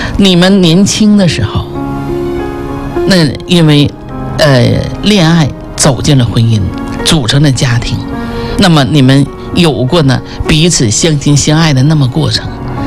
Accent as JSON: {"language": "Chinese", "region": "Northeast China", "country": "China", "said": "就我们东北人话叫五马长枪的"}